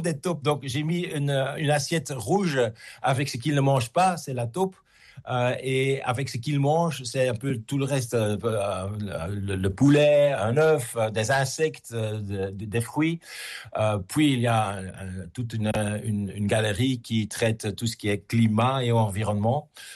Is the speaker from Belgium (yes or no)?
yes; Belgium